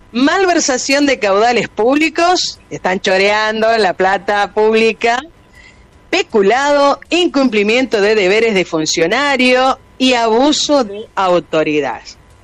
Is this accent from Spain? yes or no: no; Argentina